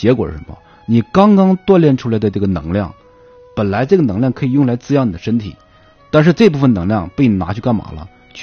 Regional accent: China; 我们中国传统功法是我们老祖宗啊专门为我们中国人量身打造的

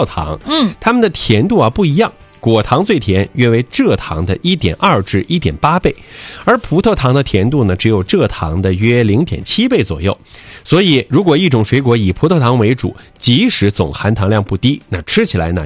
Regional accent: Northeast China, China; 第一个是我们东北人特别爱吃的山楂。

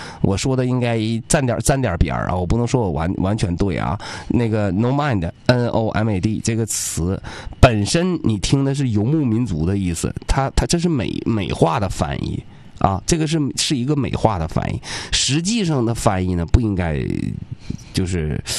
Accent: Northeast China, China; 南方朋友可能听不懂我们东北这个方言叫磕碜

